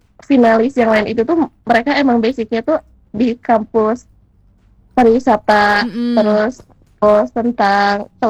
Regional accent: Bandung, West Java, Indonesia; aku dari kota Bandung, Kak.

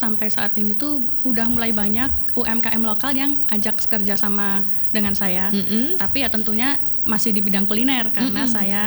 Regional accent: Java, Indonesia; now in Mamuju, Indonesia; ditambah lagi saya kan pendatang perantau dari Jawa ke Mamuju, jadi setiap sore itu saya keliling kota untuk cobain jajanan-jajanan baru.

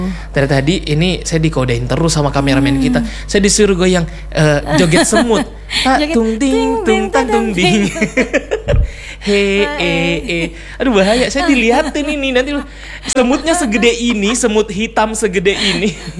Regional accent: South Sulawesi, Indonesia; Kita orang Luwu semua nih.

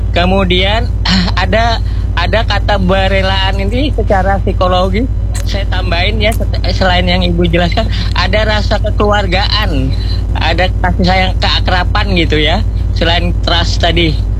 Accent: South Kalimantan, Indonesia; Secara kebiasaan saya sebagai orang Banjar memang dari kecil ibu ya

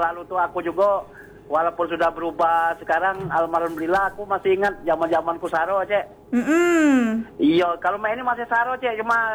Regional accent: South Sumatra, Indonesia; Aku asli dari Jalur, Pak, Telang.

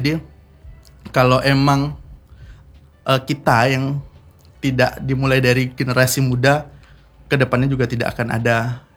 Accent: Riau, Indonesia; saya sebagai putra asli daerah Riau

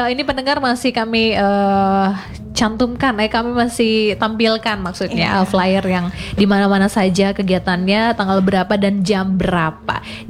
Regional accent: East Nusa Tenggara, Indonesia; Kalau kami orang Sumba tuh harus ditakuti dulu kak, baru mau ikut aturan-aturan.

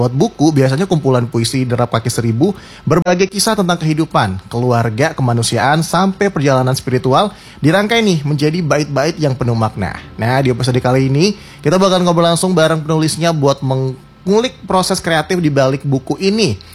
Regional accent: Sumatra, Indonesia; accent: Sumatran; soalnya aku tuh kan logatnya logat Sumatera, agak bingung tuh.

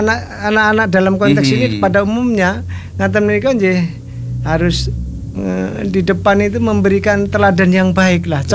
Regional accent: Java, Indonesia; Kita asal kita dari Jawa

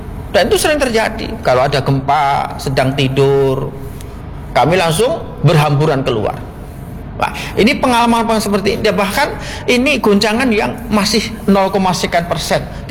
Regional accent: Klaten, Central Java, Indonesia; Saya ini dari Klaten yang masuk wilayah Solo. Yang mana yang kita ini kami, kampung kami ini sangat dekat dengan Gunung Merapi

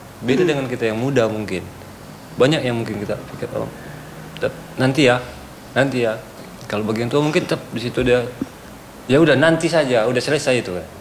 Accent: Sibolga, North Sumatra, Indonesia; born there

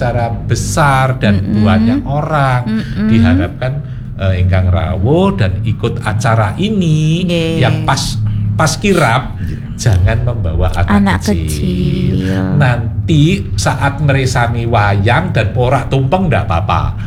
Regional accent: Indonesia; Tapi sekarang ini karena kita wong Jawa. Wong Jawa identik dengan wong Solo. Nah, wong Jawa ini identik dengan Solo.

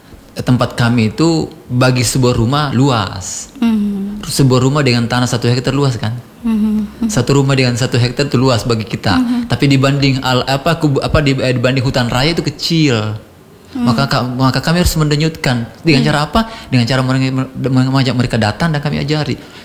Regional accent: Sulawesi, Indonesia; Menjadi pengetahuan dasar kita sebagai orang Sulawesi.

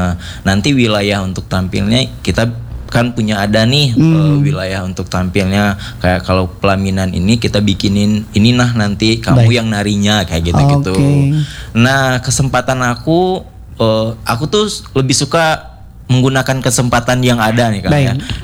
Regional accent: Payakumbuh, West Sumatra, Indonesia; now in Bandung, Indonesia; Nah, aku kan asalnya Payakumbuh. Nah, di situ aku wisuda, balik lagi ke Bandung

